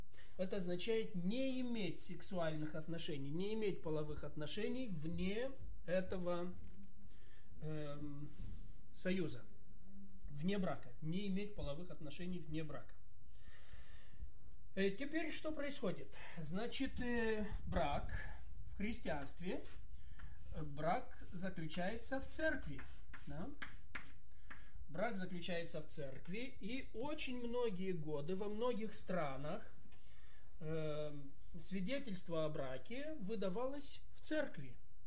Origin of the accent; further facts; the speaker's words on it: Moldova; Здравствуйте, друзья! Я пастор из Молдовы.